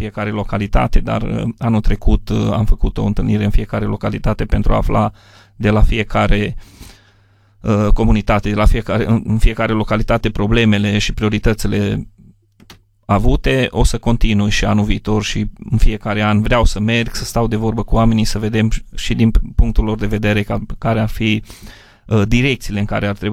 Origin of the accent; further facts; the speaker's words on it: Bobâlna, Cluj County, Romania; Noi, Bobâna, suntem parte din Ținutul Flutura Albastru, care zic eu că este cea mai domestică zonă din România